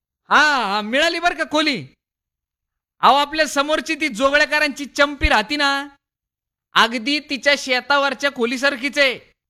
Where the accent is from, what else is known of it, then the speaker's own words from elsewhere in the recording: Satara, Maharashtra, India; अरे मी साताऱ्याचाच आहे रे बाबा